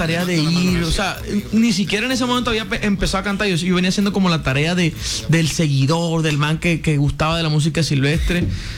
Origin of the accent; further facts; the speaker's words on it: Valledupar, Cesar, Colombia; also born or lived in Barranquilla; now in Medellín, Colombia; Bueno, yo soy un híbrido. Yo nací en Barranquilla, me crié en Valledupar.